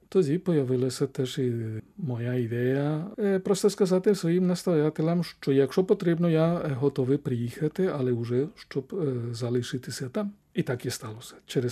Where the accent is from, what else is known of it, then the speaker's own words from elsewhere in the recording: Spain; Ukrainian is a second language; now in Ukraine; Якби я залишився в Іспанії, звідки я родом, то я би працював як священик